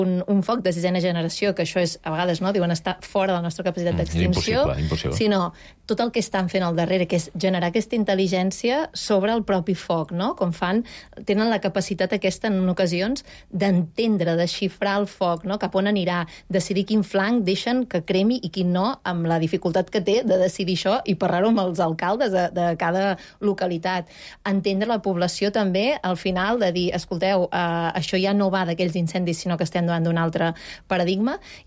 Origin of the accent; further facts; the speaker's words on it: Banyoles, Catalonia, Spain; jo que soc de Banyoles